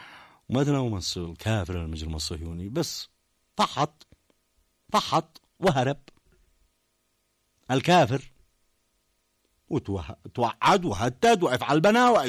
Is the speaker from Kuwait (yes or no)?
no; Yemen; بلادنا اليمن